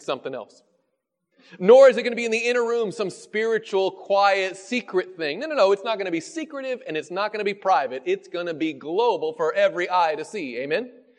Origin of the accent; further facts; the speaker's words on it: the South, United States; Now again, I grew up in the South, and we have a saying that something as fast or as quick as greased lightning.